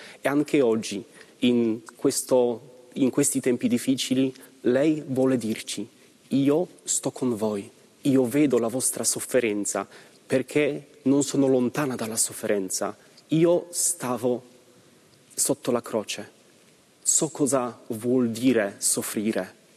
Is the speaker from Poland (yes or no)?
yes; Poland; Italian is a second language; moved away as an adult; now in Italy; in quanto polacco, ho una devozione mariana molto forte. Noi siamo cresciuti guardando grande esempio di Giovanni Paolo II. La mia parrocchia di origine è anche un santuario della Madonna di Fatima.